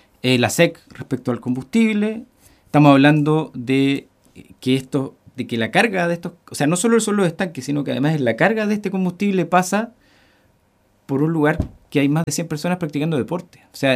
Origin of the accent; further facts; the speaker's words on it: Santiago, Santiago Metropolitan Region, Chile; born there; now in Chiloé, Chile; yo nací en Santiago, pero siempre he sido, mi corazón está acá. De hecho, mi vida la he desarrollado acá